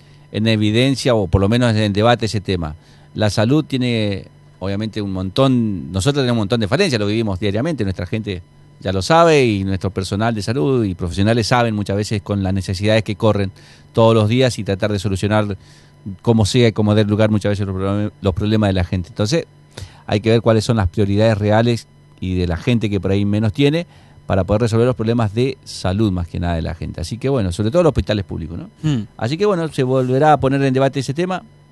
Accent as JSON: {"language": "Spanish", "country": "Argentina", "said": "Son las cosas que obviamente como argentino, no sé si la voy a ver"}